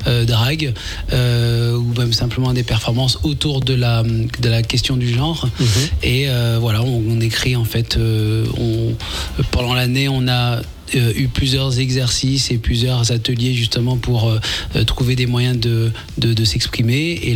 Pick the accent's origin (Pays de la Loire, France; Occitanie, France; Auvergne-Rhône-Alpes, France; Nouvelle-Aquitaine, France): Occitanie, France; Toulouse; Oui, je viens de Toulouse.